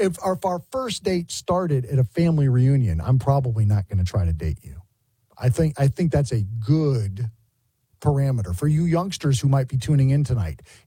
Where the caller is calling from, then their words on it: South Carolina, United States; I'm talking from South Carolina, so I don't know.